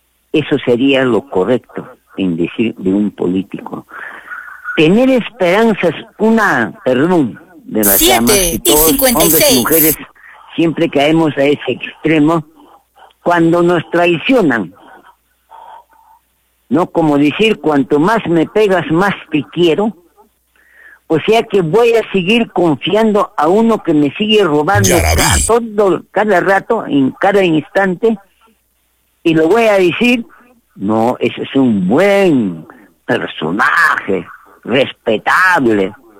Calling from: Peru; viva el Perú, quiero a mi país. Yo soy auténtico como peruano.

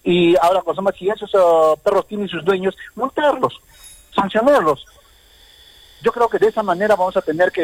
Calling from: Arequipa, Peru; Soy vecino de Mariano Melgar.

